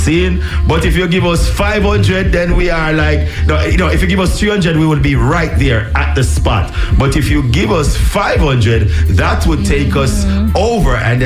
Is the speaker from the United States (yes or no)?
no; Jamaica; You know, we are from Jamaica, to be specific. Tim is our American brother here from another mother, but all the other people here, and guess what, we are known for being sprinters.